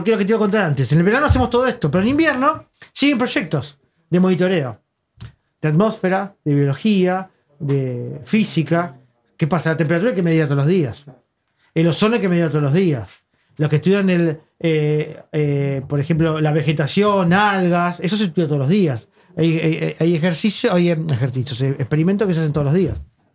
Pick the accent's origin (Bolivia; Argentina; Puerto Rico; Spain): Argentina; Buenos Aires; Porque soy de Buenos Aires.